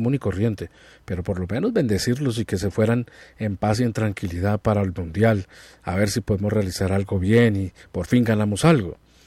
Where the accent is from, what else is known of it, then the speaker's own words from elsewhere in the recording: Colombia; El objetivo es que somos colombianos, nos unamos, oremos por nuestra patria